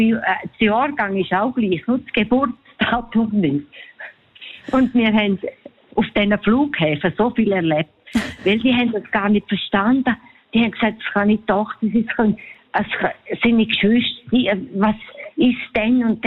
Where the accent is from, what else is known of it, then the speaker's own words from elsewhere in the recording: Graubünden, Switzerland; Also ich komme aus dem Bündnerland, meine Eltern haben mir immer Papa gesagt